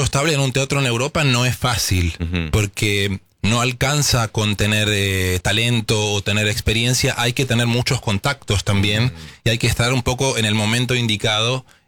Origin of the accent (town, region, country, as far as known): Argentina